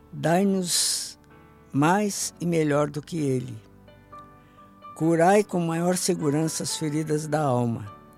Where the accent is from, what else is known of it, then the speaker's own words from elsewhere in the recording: Guaíba, Rio Grande do Sul, Brazil; encomendado pela Prefeitura de Guaíba, minha terra natal.